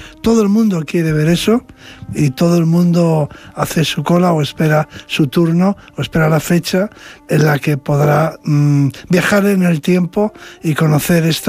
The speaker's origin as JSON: {"language": "Spanish", "country": "Spain", "said": "Me confirma en lo que siempre he pensado, de que somos los españoles un pueblo culto."}